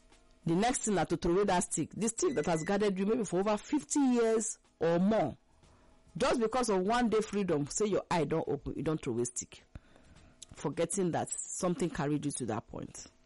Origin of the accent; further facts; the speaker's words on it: Akwa Ibom, Nigeria; Maybe somebody like me, I married to Abian man, I'm from Akwa Ibom